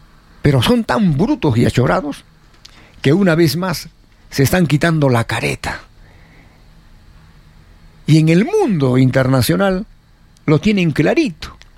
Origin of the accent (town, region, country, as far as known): Peru